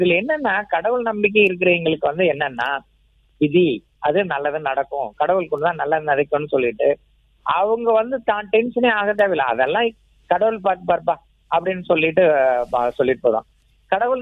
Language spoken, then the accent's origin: Tamil; Kasipalayam, Tamil Nadu, India; moved away; என் சொந்த ஊர் காசிபாளையம்